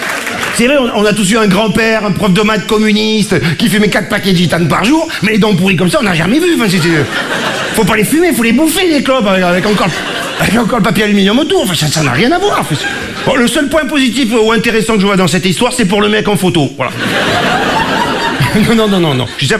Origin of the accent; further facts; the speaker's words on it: Marseille, Provence-Alpes-Côte d'Azur, France; now in Paris, France; quand je suis arrivé à Paris, je suis mec de l'Arrive du Sud, j'étais marseillais